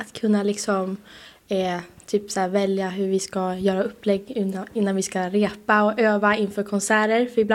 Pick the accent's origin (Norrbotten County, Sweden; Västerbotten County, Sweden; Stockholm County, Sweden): Västerbotten County, Sweden; Skellefteå; Skellefteå.